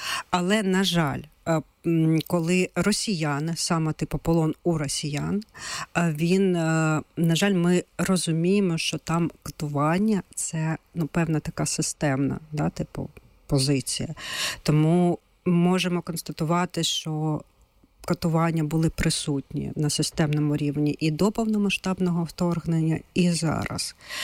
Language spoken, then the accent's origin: Ukrainian; Luhansk, Luhansk Oblast, Ukraine; я сама з Луганська.